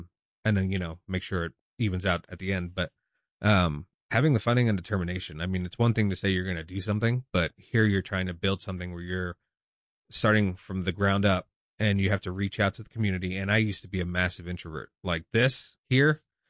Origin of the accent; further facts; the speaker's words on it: New York City, New York, United States; now in Colorado Springs, United States; Born and raised in New York City. I've been in Colorado for 7 years now. I live in Colorado Springs.